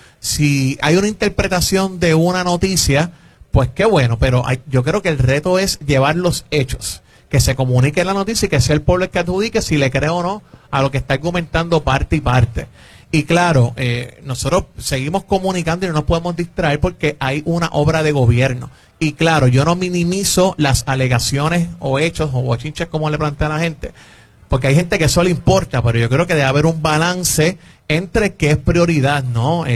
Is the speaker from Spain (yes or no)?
no; San Juan, Puerto Rico; De Santurce, Puerto Rico, con mucho orgullo. Estudié aquí toda mi vida, nacido y criado aquí.